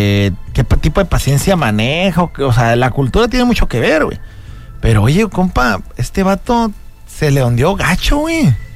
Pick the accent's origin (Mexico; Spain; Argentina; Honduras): Mexico; Nosotros como mexicanos